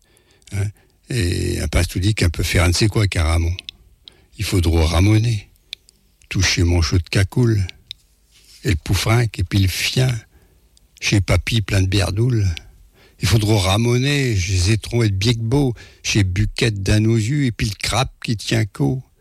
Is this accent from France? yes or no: yes; Paris, Île-de-France, France